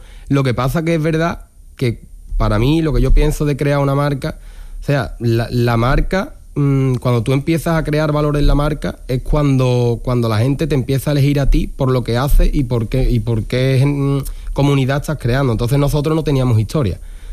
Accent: Morón de la Frontera, Andalusia, Spain

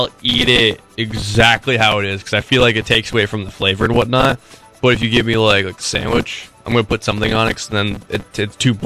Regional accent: New England, United States; we're from New England

